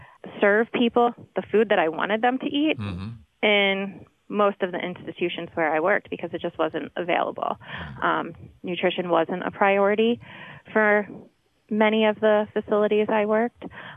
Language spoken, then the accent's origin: English; Delaware, United States; moved away; I am from Delaware